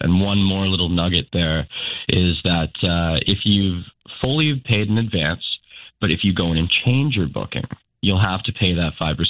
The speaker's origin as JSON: {"language": "English", "region": "British Columbia", "country": "Canada", "lives_now": "Vancouver, Canada", "said": "I'm from Vancouver Island myself, and I live in Vancouver, so lots of trips on BC Ferries taken yearly."}